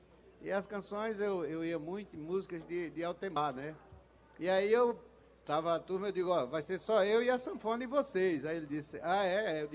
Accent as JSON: {"language": "Portuguese", "region": "Rio de Janeiro", "country": "Brazil", "tie": "born or raised there", "also_born_or_lived": "Northeast Brazil", "moved": "yes", "lives_now": "Recife, Brazil", "said": "Eu sou nordestino, mas fui criado no Rio de Janeiro, voltei pra cá, pro Recife, casei com essa mulher, não voltei mais pro Rio."}